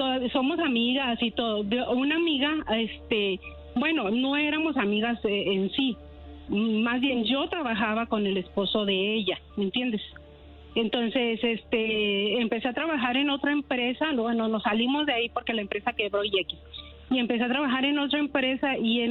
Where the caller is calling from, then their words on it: Denver, Colorado, United States; De Denver, Colorado.